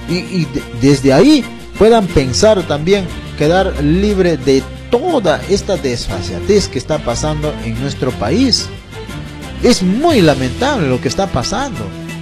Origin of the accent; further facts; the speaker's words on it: Ricrán, Junín, Peru; nacido natural de Jauja, la provincia o distrito de Ricrán